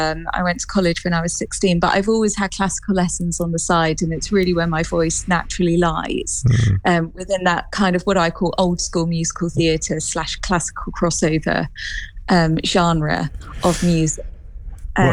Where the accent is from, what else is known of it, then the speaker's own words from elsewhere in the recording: Milton Keynes, South East England, United Kingdom; I'm from Milton Keynes, born and bred.